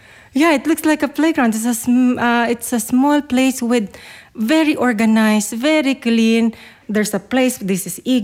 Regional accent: Calabarzon, Philippines; Slovenian is a second language; moved away as an adult; now in Slovenia; Jaz sem iz Filipinov, na Ikavite. Ja, to je blizu Manile, okoli 50 km glavnega mesta. Ja, poročena sem s Slovencem, imava sina.

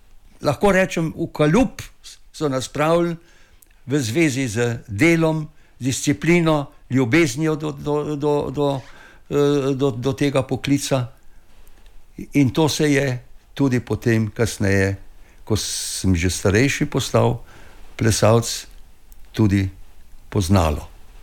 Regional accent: Mokronog, Southeast Slovenia, Slovenia; moved away; v Mokronogo, v mojem rojstnem kraju, po poteh, kjer sem pasel krave, kjer sem razdiral bombe, kjer sem korakal z italijansko godbo

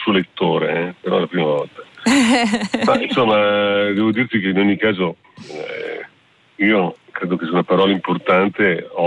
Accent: Venice, Veneto, Italy; sono veneziano.

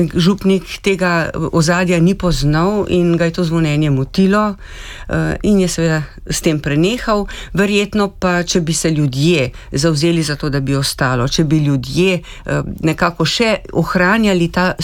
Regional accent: Kamnik, Central Slovenia, Slovenia; Namreč prihajam iz Kamnika in tam sem se že zelo zgodaj srečala s izročilom o Kamniškem jezeru.

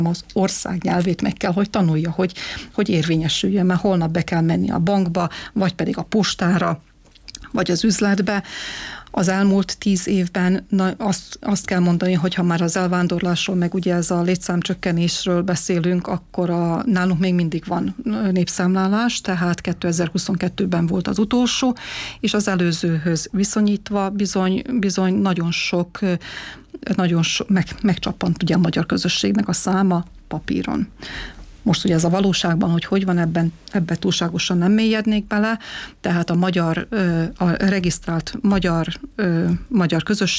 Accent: Novi Sad, Vojvodina, Serbia; Viszont a Újvidéken nőttem föl, ott születtem, ott nevelkedtem, és legtermészetesebb volt ugye, hogy szerbül is tanulunk

